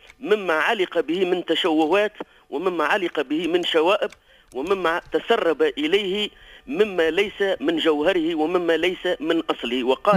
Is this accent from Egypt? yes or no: no; Tunisia; وفي بلادنا تونس